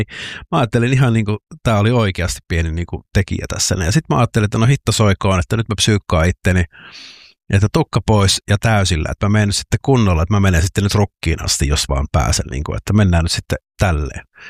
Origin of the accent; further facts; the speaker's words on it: Joensuu, North Karelia, Finland; moved away as an adult; now in Helsinki, Finland; minähän olen siis Joensuusta kotoisin ja siellä elin lukion loppuun sitten olin yhden välivuoden siellä hengailin